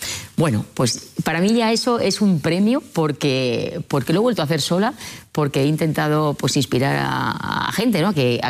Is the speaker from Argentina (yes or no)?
no; Spain; llamo a la NASA, le digo que soy de aquí, de España, que si me pueden dar acceso, y me dicen que sí.